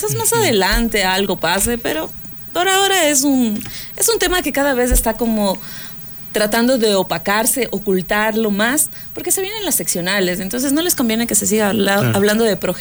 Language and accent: Spanish; Ecuador; nosotros como ecuatorianos